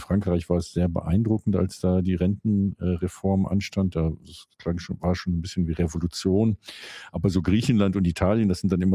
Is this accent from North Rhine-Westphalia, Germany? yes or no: yes; Cologne, North Rhine-Westphalia, Germany